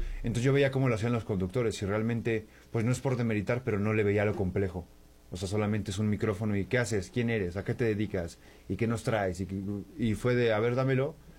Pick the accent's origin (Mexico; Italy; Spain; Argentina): Mexico; Tampico, Tamaulipas; now in Mexico City, Mexico; Hace 11 años me separé de ellos, cuando me vine de Tampico para acá, para Ciudad de México.